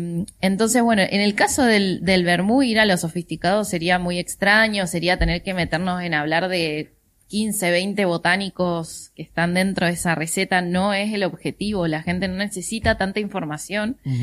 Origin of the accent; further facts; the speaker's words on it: Mendoza, Argentina; tenemos una historia como mendocinos